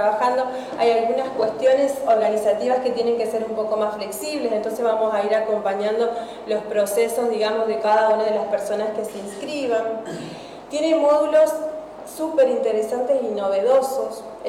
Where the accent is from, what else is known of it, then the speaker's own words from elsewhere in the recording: Santa Fe, Argentina; lo que tenemos como santafesinos